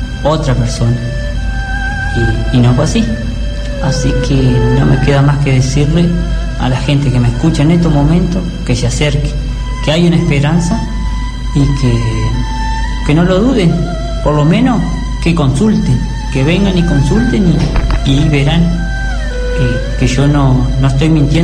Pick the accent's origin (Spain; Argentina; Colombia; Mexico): Argentina; Alvear; soy de Alvear.